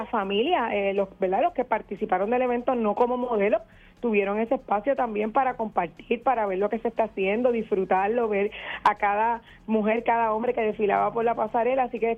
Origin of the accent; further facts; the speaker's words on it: Carolina, Puerto Rico; yo soy de Carolina, sí, y estoy sin agua. Ahora soy zona 1